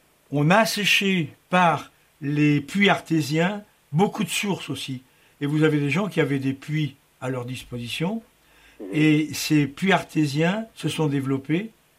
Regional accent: Brittany, France; chez nous, en Bretagne, et en Ille-et-Vilaine en particulier.

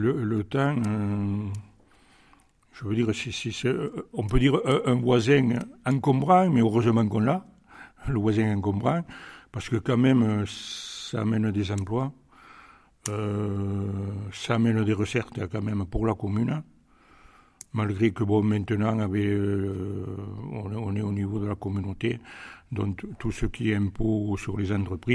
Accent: Avène, Occitanie, France; je suis originaire d'Avesnes, donc je resterai tout le temps sur Avesnes

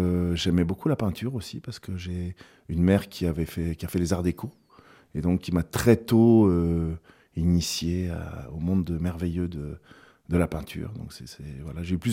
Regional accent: Langres, Grand Est, France; J'ai grandi à Langres, donc c'est en France.

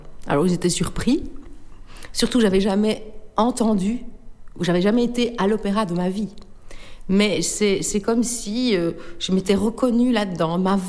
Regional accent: Verviers, Wallonia, Belgium; born there; Oui, tout à fait, je suis née à Verviers, oui.

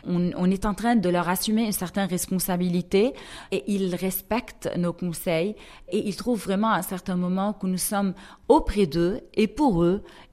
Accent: Lebanon; Et je crois la France était, restera et elle est toujours notre mère en tant que Libanais.

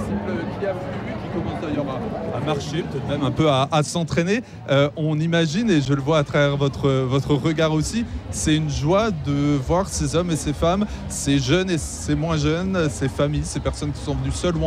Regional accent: Lyon, Auvergne-Rhône-Alpes, France; à Blandan, comme on dit ici quand on est lyonnais.

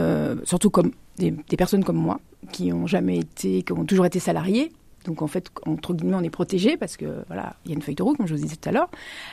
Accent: Rouen, Normandy, France; je suis née à Rouen. J'ai fait toute ma scolarité sur Rouen, j'ai travaillé sur Rouen et aujourd'hui j'ai créé une entreprise sur Rouen. Donc voilà, Rouen.

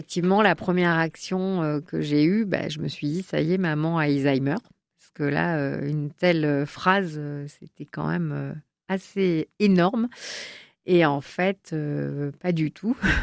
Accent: Pau, Nouvelle-Aquitaine, France; born there; Donc, effectivement, je suis née bien à Pau.

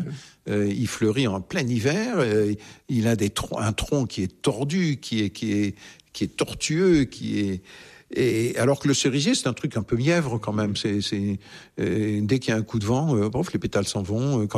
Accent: south of France, France; Alors, non seulement je suis un méridional, mais je suis soupolé, j'ai très mauvais caractère

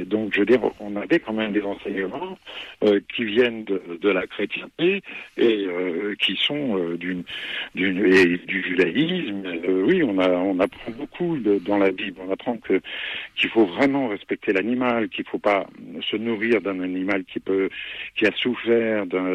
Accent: France; c'est difficile d'être juif et français, mais bon, moi, je résiste et persiste et je reste en France parce que c'est ma terre natale, c'est mon pays, c'est ma culture

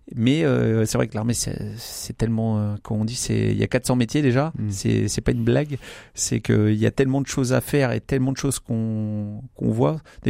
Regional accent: Le Mans, Pays de la Loire, France; Oui, je suis autour du Mans. Par contre, ma mère n'a jamais déménagé des Sablons, donc je suis régulièrement encore au quartier des Sablons.

